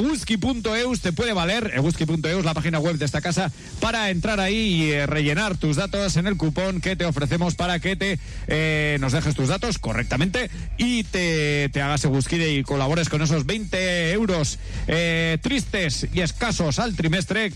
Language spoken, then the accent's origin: Spanish; Lerín, Navarre, Spain; soy de Lerín